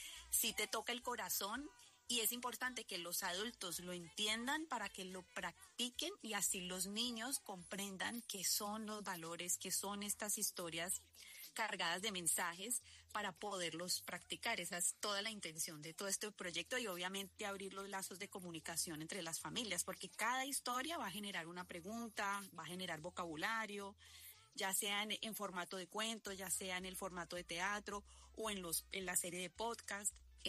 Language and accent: Spanish; Cali, Valle del Cauca, Colombia; Yo soy de Cali